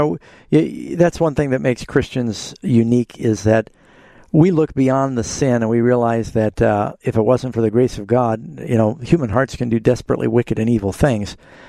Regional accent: Burbank, California, United States; born there; Hi, Deborah. I was born in Burbank.

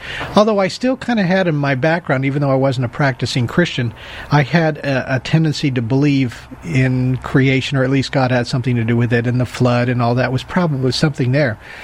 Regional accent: Los Angeles, California, United States; born or raised there

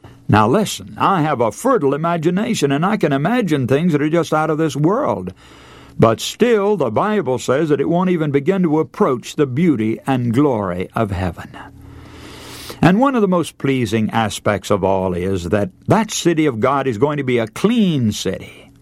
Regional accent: North Carolina, United States; I was born in North Carolina and grew up there, and I live close to a large city there with its rancid smell of tobacco.

